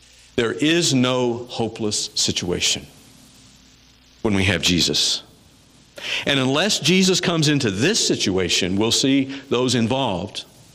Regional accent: Missouri, United States; My hometown in Missouri was near the site of an early Civil War battle, the Battle of Wilson's Creek.

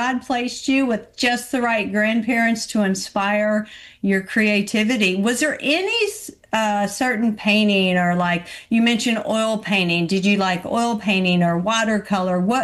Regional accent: Owensboro, Kentucky, United States; my hometown, Owensboro, Kentucky.

